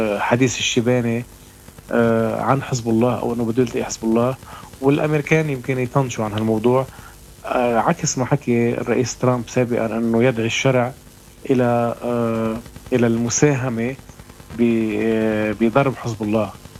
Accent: Lebanon; ونحن كلبنانيين

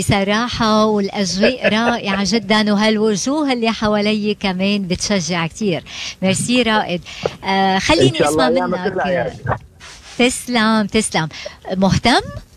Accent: Lebanon; now in Australia; نحن كلبناني وعرب

